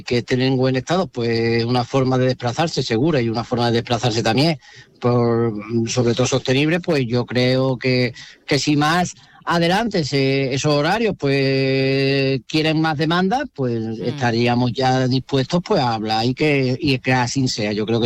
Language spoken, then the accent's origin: Spanish; Almonaster la Real, Andalusia, Spain; mi pueblo, que es Almonaster